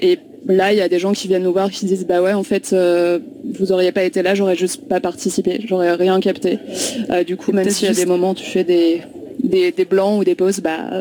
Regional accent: France; bon, moi je suis française, donc j'ai observé ça un peu de loin

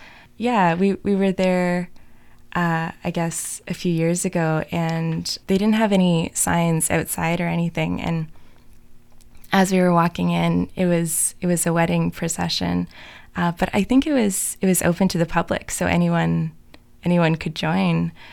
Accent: Latvia; now in Kingston, Canada; I'm from Latvia, and I took some of the Zooms with me back home over Christmas break

